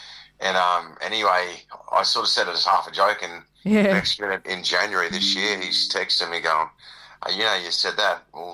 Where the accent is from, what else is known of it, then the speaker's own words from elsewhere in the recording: Toowoomba, Queensland, Australia; born there; now in Sydney, Australia; But I was born in Toowoomba, and I always tell my kids I'm a Queenslander at heart.